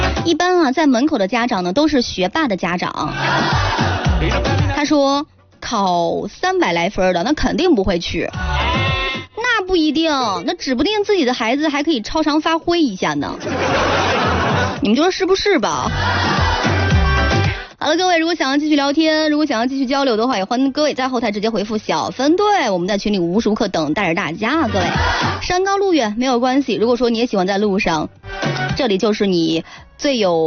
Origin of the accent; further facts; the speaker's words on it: Yuncheng, Shanxi, China; 我们运城人